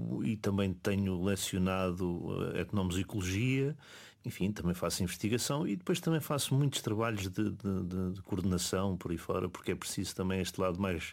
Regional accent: Centro, Portugal; also born or lived in Paris; como vivi em Paris há alguns anos, onde estudei e onde poderia ter ficado, não é? Mas não decidi voltar para casa, porque o chamamento da beira baixa, da beira alta, enfim, da minha terra, sempre falou mais alto

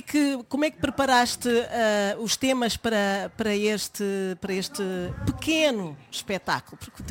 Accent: Mozambique; Uou, minha terra, estás a ver?

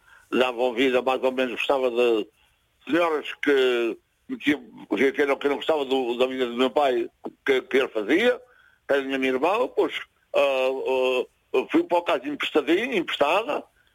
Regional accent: Santa Maria, Azores, Portugal; born there; moved away as an adult; also born or lived in United States; quando eu nasci em Santa Maria

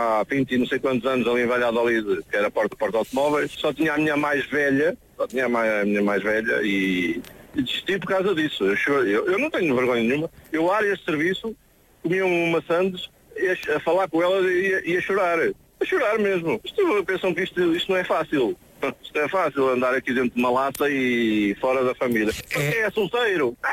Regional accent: Rabaçal, Guarda, Portugal; now in Lisbon, Portugal; A minha aldeia é do Rabaçal, já mando para lá um abraço. Conselho de Meda e Distrito da Guarda, mas já estou há 30 e não sei muitos. Em Lisboa, moro ali ao pé de Sintra.

